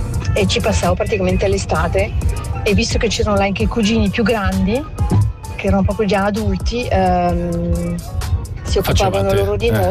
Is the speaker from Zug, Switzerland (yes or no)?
no; Ticino, Switzerland; io sono cresciuta in Ticino con genitori svizzero-tedeschi e logicamente parlavamo svizzero-tedesco a casa, italiano a scuola.